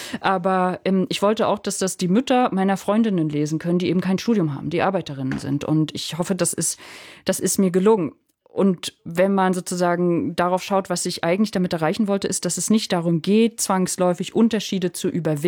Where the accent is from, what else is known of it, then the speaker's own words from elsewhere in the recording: East Germany, Germany; ich bin auch aus dem Osten